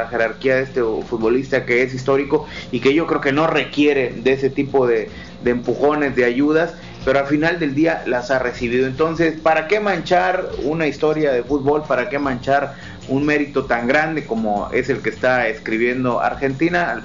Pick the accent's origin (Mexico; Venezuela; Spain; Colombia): Mexico; born there; somos mexicanos, y eso aquí donde nos tocó la fortuna de nacer y de vivir